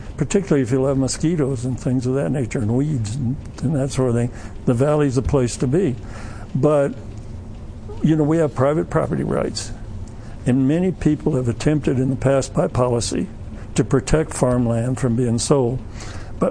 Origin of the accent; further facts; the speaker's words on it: Aztec, New Mexico, United States; most of us who attended New Mexico State University actually grew up on farms or ranches. It was a very rural state at that time.